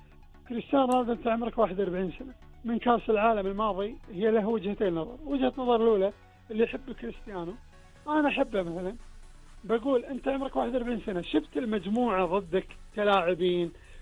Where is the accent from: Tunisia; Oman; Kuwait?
Kuwait; نقولها احنا كعرب او ككويتيين